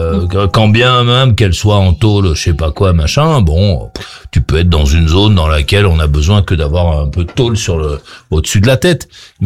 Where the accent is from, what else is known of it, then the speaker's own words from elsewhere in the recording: France; chez nous en France